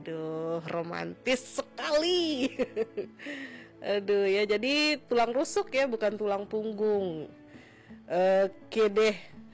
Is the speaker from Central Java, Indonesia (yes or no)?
no; Pekanbaru, Riau, Indonesia; moved away; Saya aslinya dari Riau, Pekanbaru.